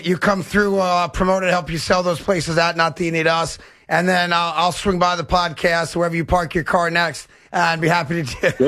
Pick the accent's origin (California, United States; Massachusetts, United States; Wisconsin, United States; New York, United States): New York, United States; New York City; Oh, I'm from Bay Ridge. I got to root for my borough.